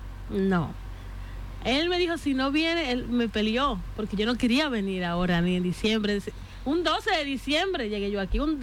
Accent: Villa Mella, Santo Domingo, Dominican Republic; Pues yo soy de Villamella, de Barrio Nuevo, de Villamella.

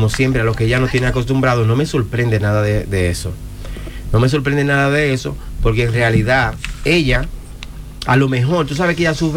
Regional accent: Dominican Republic; now in Spain; Yo soy dominicano y en mi país digo para los dominicanos primero también.

